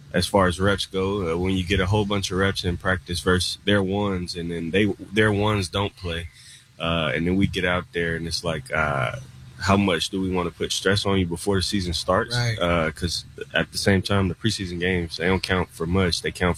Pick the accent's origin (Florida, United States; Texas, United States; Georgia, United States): Georgia, United States; born or raised there